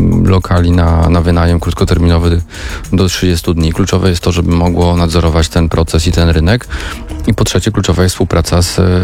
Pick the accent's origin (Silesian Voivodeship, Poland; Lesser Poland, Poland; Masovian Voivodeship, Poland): Masovian Voivodeship, Poland; Warsaw; jestem warszawiakiem